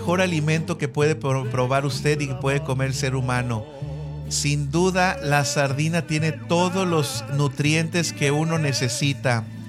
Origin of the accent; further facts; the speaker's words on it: Mexico; celebrando que somos mexicanos